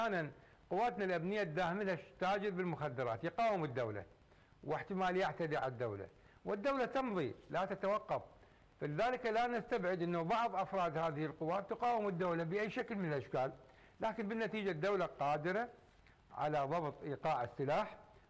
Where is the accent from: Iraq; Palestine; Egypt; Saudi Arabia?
Iraq; ونحن كعراقيين بوصفنا عراقيين